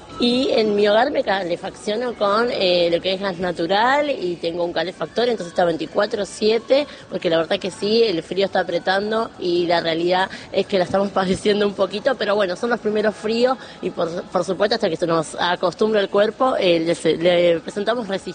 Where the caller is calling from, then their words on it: Rosario, Santa Fe, Argentina; soy de Rosario